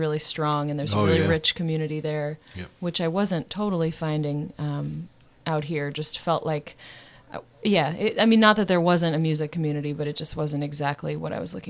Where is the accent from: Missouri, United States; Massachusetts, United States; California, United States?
Massachusetts, United States; Boston; moved away as an adult; also born or lived in Seattle; I grew up in the Boston area, and I went to college in Western Mass and then moved out to Seattle.